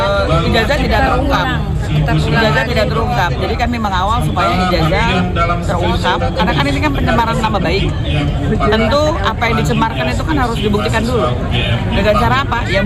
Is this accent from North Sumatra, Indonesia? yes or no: no; Banten, Indonesia; Kenal orang ya, namanya saya dari Banten ya, cuma partisipasin aja.